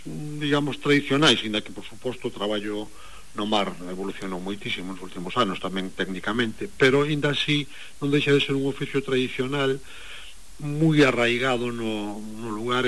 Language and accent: Galician; Muros, Galicia, Spain; Eu xa digo xo porque eu son de Muros e eu sei porque, bueno, a miña familia de Esteiro, non?